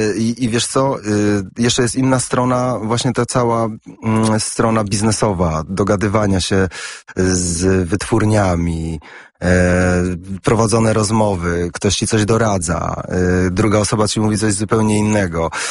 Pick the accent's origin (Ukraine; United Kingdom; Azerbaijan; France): United Kingdom; England; now in Poland; wychowywałem się w Anglii i przyjechałem z Anglii